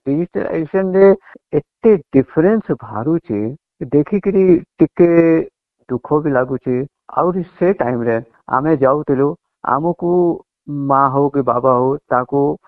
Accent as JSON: {"language": "Odia", "town": "Prayagraj", "region": "Uttar Pradesh", "country": "India", "tie": "born or raised there", "said": "ଆମର ଜନ୍ମସ୍ଥାନ ଅଛି ଆହ୍ଲାବାଦ ପ୍ରୟାଗରାଜ ଆଜି ପ୍ରୟାଗରାଜ ତାକୁ କୁହାଯାଉଛି। ତ ଗଙ୍ଗା କିନାରେ ମୋର ଜନ୍ମସ୍ଥଳୀ"}